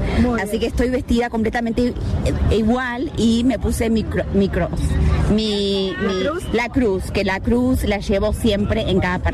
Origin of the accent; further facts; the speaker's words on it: Buenos Aires, Argentina; Argentina, Buenos Aires.